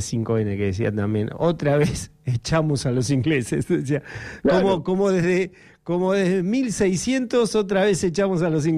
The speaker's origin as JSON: {"language": "Spanish", "country": "Argentina"}